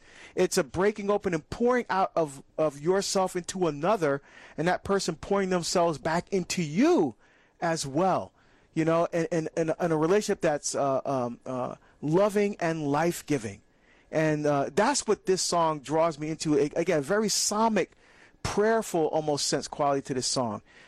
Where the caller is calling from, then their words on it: Texas, United States; I'm listening from Texas on 106.9 radio station.